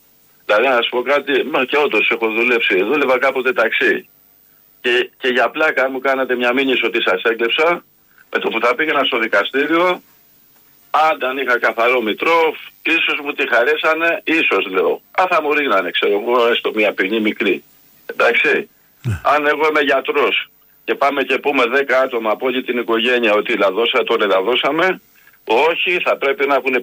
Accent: Greece; born there; Εγώ είμαι Έλληνας, έχω γεννηθεί εδώ

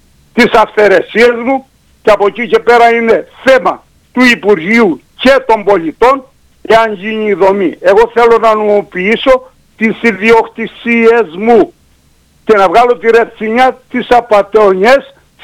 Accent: Ierapetra, Crete, Greece; Εγώ είμαι από την Ιερά Πέτρα.

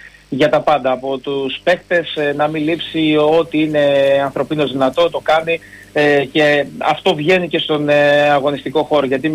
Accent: Greece; μεγάλωσα στον Άγιο Θωμά, καθώς είμαι και από την περιοχή.

